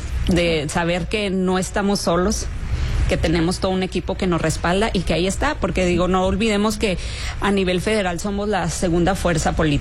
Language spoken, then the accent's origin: Spanish; Ramos Arizpe, Coahuila, Mexico; Así es, soy de la Fidel.